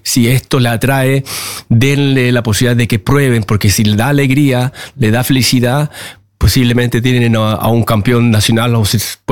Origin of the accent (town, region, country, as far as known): Chile; born or raised there